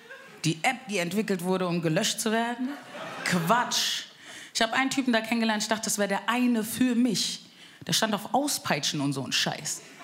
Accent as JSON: {"language": "German", "region": "Bavaria", "country": "Germany", "said": "Ich bin aus Frankfurt. Spaß, ich bin eigentlich aus Bayern. Wirklich, wirklich."}